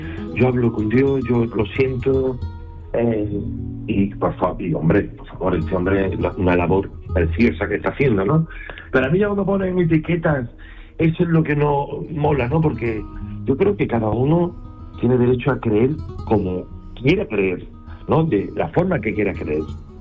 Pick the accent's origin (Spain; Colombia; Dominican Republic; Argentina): Spain